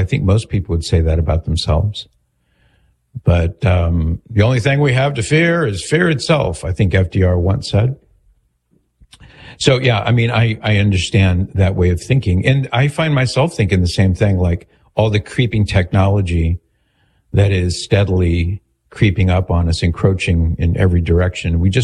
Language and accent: English; United States